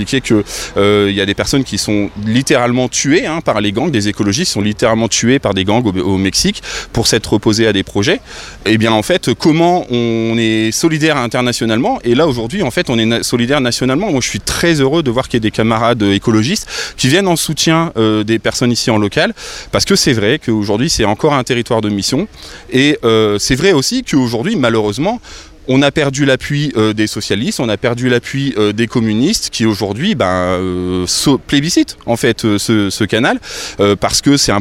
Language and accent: French; Oisille-le-Verger, Hauts-de-France, France; also born or lived in Douai; je suis né à Douai, mais j'ai fait de 6 ans à 22 ans à Oisille-le-Verger, j'ai habité ici, donc je connais bien, c'est ma coin, comme on dit.